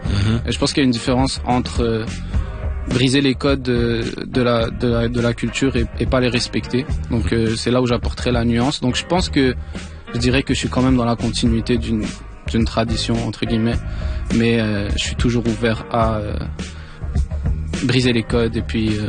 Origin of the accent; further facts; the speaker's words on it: Morocco; now in Canada; Puis moi je suis marocain